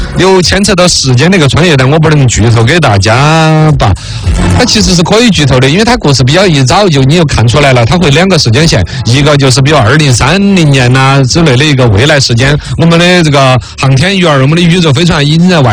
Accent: Chengdu, Sichuan, China; 我们成都人噻

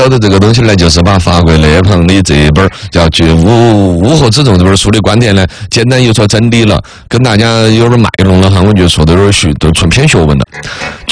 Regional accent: China

